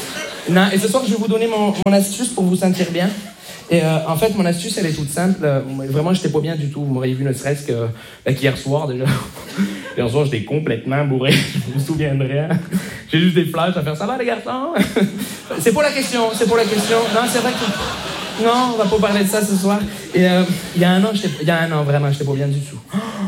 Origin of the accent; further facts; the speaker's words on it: Montreal, Quebec, Canada; Bonjour, je me présente … je viens de Montréal.